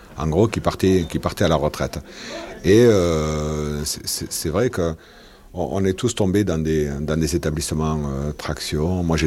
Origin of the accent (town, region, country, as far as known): Lannemezan, Occitanie, France